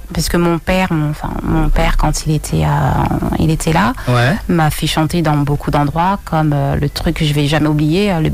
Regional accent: French Guiana; born there; je suis guyanaise, je suis née ici. C'est vrai que je suis partie 33 ans.

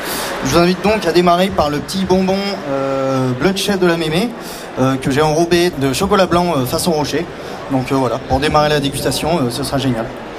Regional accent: France; mon village où j'ai grandi, à Saint-Maur-les-Prairions

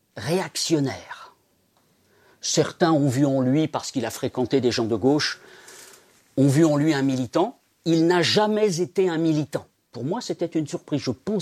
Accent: Centre-Val de Loire, France; born there; Mais moi, je suis né en Eure-et-Loire.

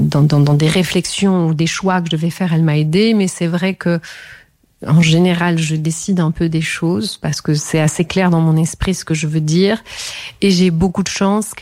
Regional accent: Belgium; Moi, je suis belge

